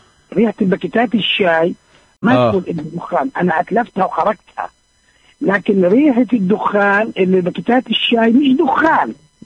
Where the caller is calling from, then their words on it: Bethlehem, West Bank, Palestine; انا من بيت لحم.